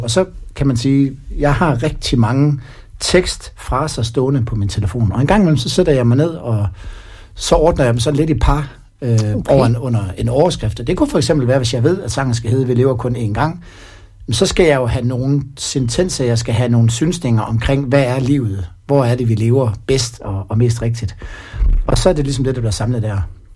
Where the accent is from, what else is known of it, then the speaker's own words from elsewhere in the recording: Vejle, Region of Southern Denmark, Denmark; moved away as an adult; also born or lived in Skagen; now in Vendsyssel, Denmark; Jeg er jo barnefødt i Vejle og født og opvokset der også. Og som 19-årig, der emigrerede jeg til Skagen og var deroppe nogle år. Og har så flyttet lidt rundt i Vendsyssel. Og jeg bliver jo aldrig vendelbo